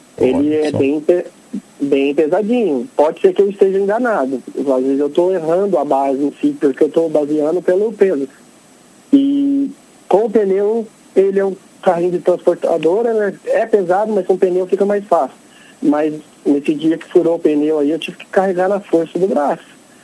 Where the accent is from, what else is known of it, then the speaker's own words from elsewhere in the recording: Pinhalão, Paraná, Brazil; now in Maringá, Brazil; do interior de Pinhalão, Paraná, onde eu nasci